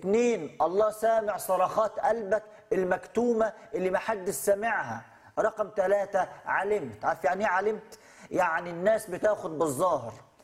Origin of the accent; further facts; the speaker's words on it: Upper Egypt, Egypt; عندنا في الصعيد